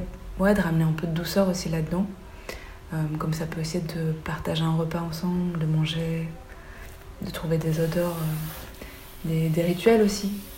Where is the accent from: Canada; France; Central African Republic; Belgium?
Belgium